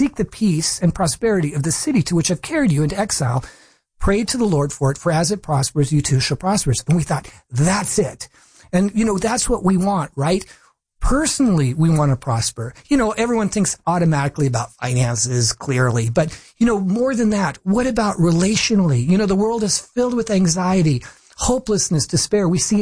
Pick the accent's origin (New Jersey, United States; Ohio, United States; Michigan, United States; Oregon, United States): Oregon, United States; Portland; also born or lived in Chicago / New York / South Florida; When I grew up in the Portland area, ended up going to school at Wheaton College way out in Chicago. And then I lived in New York and I was in South Florida for 9 years